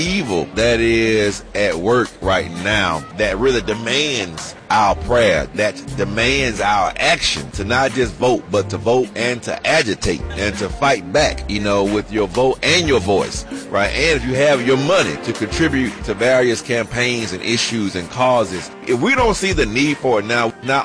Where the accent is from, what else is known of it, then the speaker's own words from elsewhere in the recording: the South, United States; I'm from the South